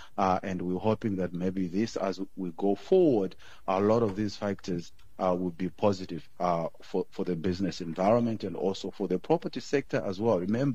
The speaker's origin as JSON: {"language": "English", "country": "South Africa", "said": "we are South African consumers, we've been through a lot"}